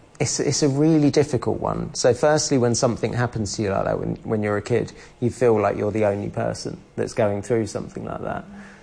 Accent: London, United Kingdom; born or raised there

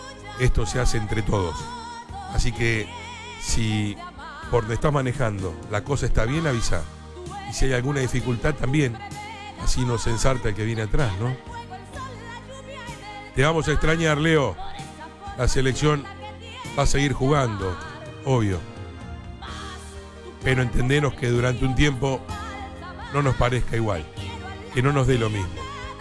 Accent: Argentina; cómo somos los argentinos

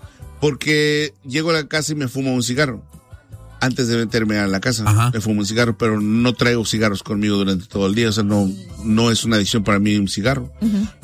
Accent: Mexico; como mexicanos, yo creo que lo más criticado ha sido que a nosotros nos daban espejos por oro.

